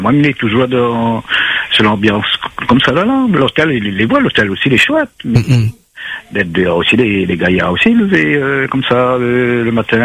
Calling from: Lille, Hauts-de-France, France

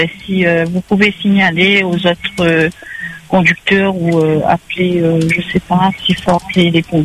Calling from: Saint-André, Réunion; moi je suis de Saint-André

